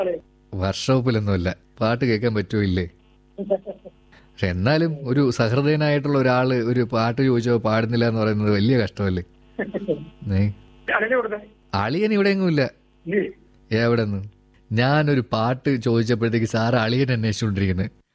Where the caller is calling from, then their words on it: Chengannur, Kerala, India; ഞാൻ ആലപ്പുഴ ജില്ലയിലെ ചെങ്ങന്നൂരിൽ നിന്നാണ് ഈ സന്ദേശം അയക്കുന്നത്.